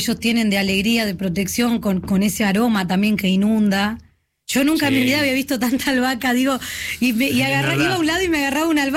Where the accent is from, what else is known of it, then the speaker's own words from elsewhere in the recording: Santiago del Estero, Argentina; siempre la santiagueñidad en mí